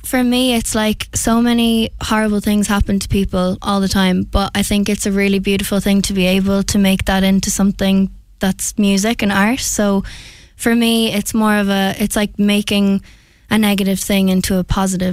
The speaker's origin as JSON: {"language": "English", "town": "Ratoath", "region": "Leinster", "country": "Ireland", "also_born_or_lived": "Dublin", "moved": "as an adult", "lives_now": "Cork, Ireland", "said": "I feel like I really needed to get out of where I'm from. I love it, Meath. I'm from Ratoath and I went to school in Dublin"}